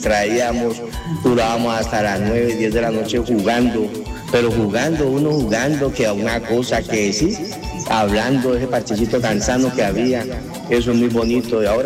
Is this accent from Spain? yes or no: no; Colombia; Lo mejor de mi barrio, cuando yo me crié en el Alfonso López, era nos reuníamos.